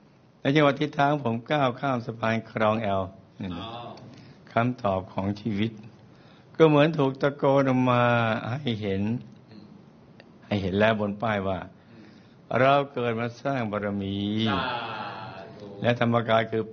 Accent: Thailand; ในปีพุทธศักราช2553ผมจึงได้รับภารกิจให้กลับบ้านเกิดไปจัดงานบวชที่จังหวัดอุตรดิตถ

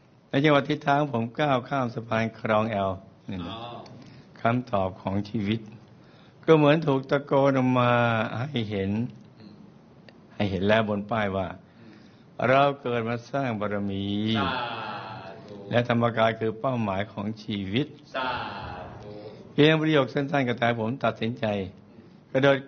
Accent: Thailand; ผมจึงได้รับภารกิจให้กลับบ้านเกิดไปจัดงานบวชที่จังหวัดอุตรดิตถ์

